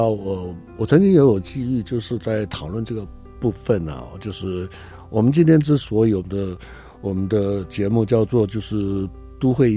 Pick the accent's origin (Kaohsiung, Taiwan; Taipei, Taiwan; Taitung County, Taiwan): Taitung County, Taiwan; moved away; 我小时候，我对我自己的祖语来讲的话，我的母语来讲是小时候讲过，但我开始离开台东的时候几乎都没有讲了，完全没讲了